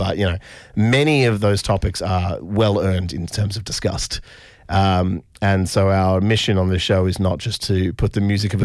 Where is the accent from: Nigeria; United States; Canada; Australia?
Australia; being an Australian and a heavy music fan